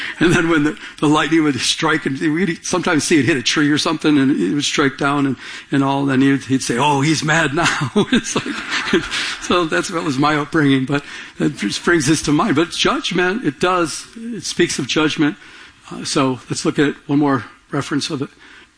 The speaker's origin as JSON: {"language": "English", "region": "Michigan", "country": "United States", "tie": "born or raised there", "said": "When I grew up in Michigan, we used to have this big long porch with an aluminum awning."}